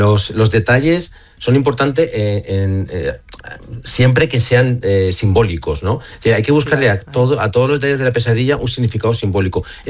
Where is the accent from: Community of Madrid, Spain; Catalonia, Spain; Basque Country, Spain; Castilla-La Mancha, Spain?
Community of Madrid, Spain; Madrid; para mí, que soy de Madrid, soy del centro, soy de Secano, pues yo, en mi caso, por ejemplo, a mí el mar me da miedo.